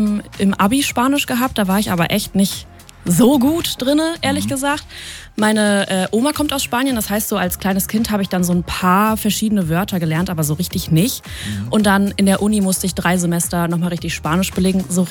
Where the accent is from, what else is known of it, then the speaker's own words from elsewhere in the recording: Germany; ich bin aus Deutschland